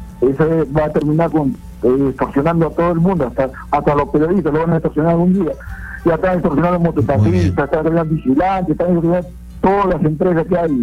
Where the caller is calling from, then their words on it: Lima, Peru; de acá, de San Juan Urigancho.